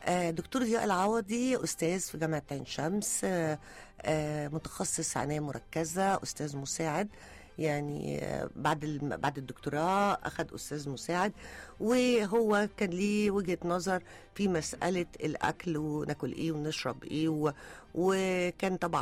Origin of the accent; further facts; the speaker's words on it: Egypt; احنا كمواطن مصري